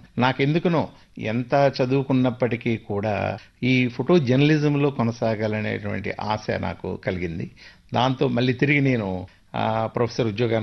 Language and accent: Telugu; Undavalli, Andhra Pradesh, India; moved away as an adult; also born or lived in Vijayawada / Nagpur; నాది బాల్యం అంతా కూడా ఉండవల్లిలోనే జరిగిందండి. స్టడీస్ అన్నీ కూడా ఉండవల్లి పెనుమాక జరిగింది. ఆ తర్వాత విజయవాడలో జరిగింది.